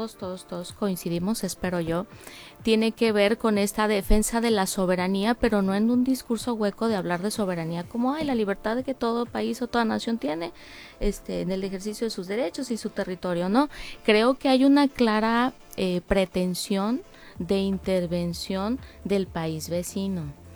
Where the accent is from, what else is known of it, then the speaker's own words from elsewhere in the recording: Mexico; Nosotros como mexicanos